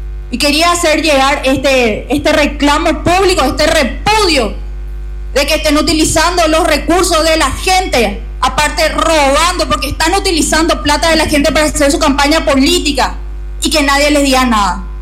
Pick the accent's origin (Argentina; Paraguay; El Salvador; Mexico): Paraguay; Luque, Central; A mí me duele como paraguaya, como ciudadana luqueña